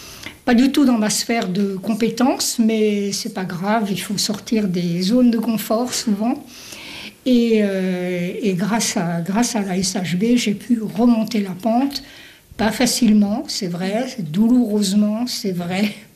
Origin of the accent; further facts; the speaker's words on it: Switzerland; Oui, et donc je suis Suisse, je ne peux pas faire faillite.